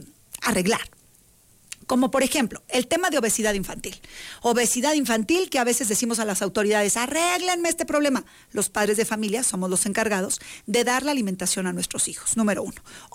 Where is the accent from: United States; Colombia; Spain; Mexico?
Mexico; Somos mexicanos